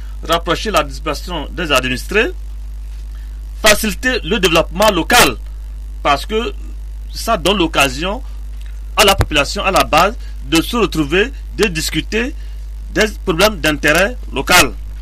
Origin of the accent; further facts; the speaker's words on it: Togo; notre pays le Togo